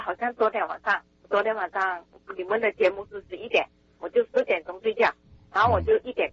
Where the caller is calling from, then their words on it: Vancouver, British Columbia, Canada; Chinese is a second language; Hello 啊，你好，我是来自温哥华的加拿大温哥华的啊 … ，我的国语讲的不是这么好。